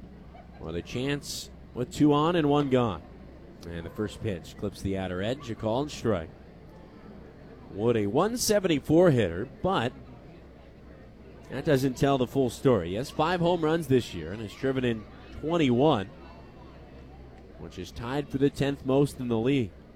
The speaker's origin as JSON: {"language": "English", "town": "Kansas City", "region": "Missouri", "country": "United States", "tie": "born or raised there", "said": "a little bit of my childhood growing up in Kansas City with the Royals television guy Rex Hudler"}